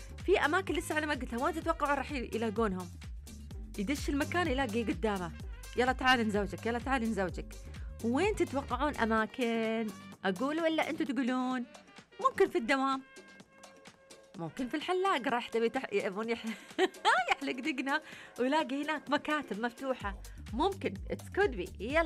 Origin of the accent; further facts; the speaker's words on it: Saudi Arabia; عندنا في السعودية؟